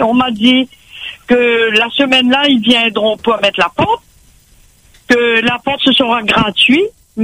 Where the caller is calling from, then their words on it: Saint-Benoît, Réunion; J'habite à Brassilly-Saint-Benoît.